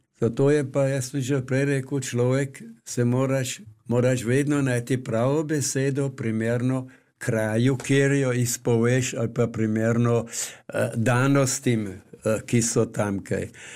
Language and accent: Slovenian; Mlinče, Carinthia, Austria; born there; now in Rosental, Austria; z mamo Svetlano živita v Mlinčah, v moji rojstni vasi.